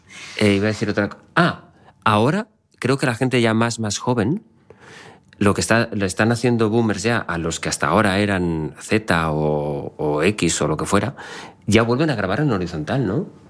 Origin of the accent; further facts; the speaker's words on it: Valencian Community, Spain; Siendo yo valenciano es una expresión complicada.